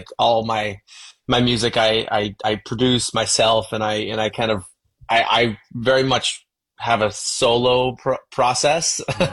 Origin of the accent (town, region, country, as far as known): London, Ontario, Canada; born or raised there